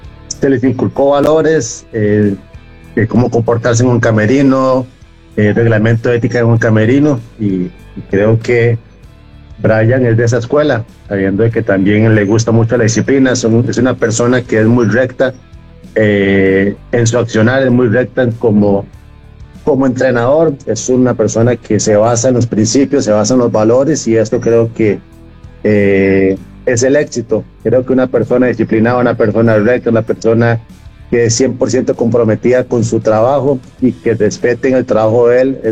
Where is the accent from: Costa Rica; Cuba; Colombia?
Costa Rica